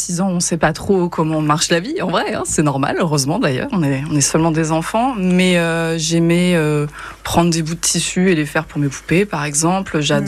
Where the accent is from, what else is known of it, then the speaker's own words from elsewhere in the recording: Nantes, Pays de la Loire, France; born there; Je suis née à Nantes. Ouais. Je suis une personne de la région. Ouais. En 1995